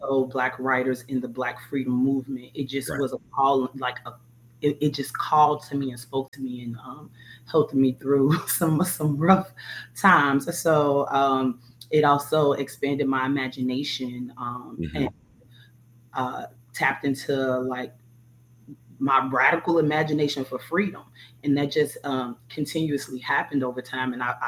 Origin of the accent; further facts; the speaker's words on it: Chicago, Illinois, United States; I grew up near North and the low end, which we call Bronzeville